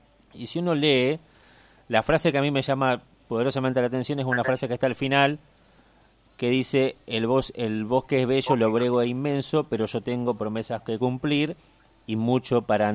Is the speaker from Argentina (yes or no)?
yes; Argentina; yo soy de Argentina.